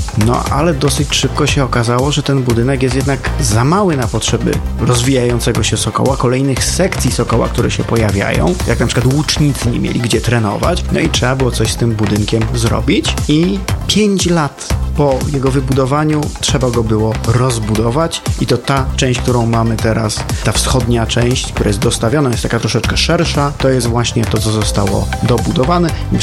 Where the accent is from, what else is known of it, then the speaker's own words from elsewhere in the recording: Kraków, Lesser Poland, Poland; my z Krakowa